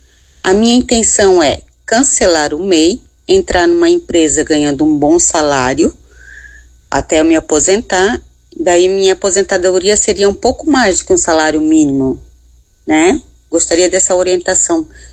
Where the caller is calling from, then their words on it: Brazil; sou do Bela Vista